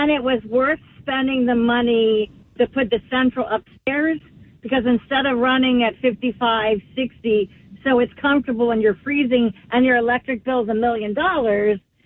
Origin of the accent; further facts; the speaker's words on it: Pennsylvania, United States; now in Brick, United States; I came from Pennsylvania and have been married now here for 40 years.